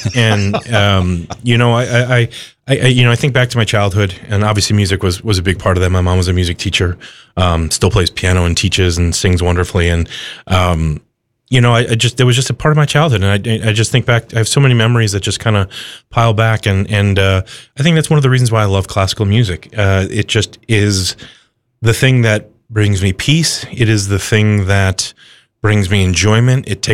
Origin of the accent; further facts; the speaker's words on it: Illinois, United States; now in Oklahoma City, United States; I grew up right outside Chicago, and that's a hub